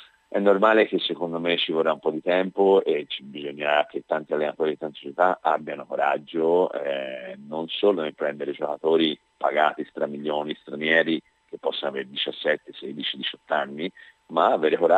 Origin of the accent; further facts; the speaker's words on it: Colombia; now in Florence, Italy; la mia terra Colombia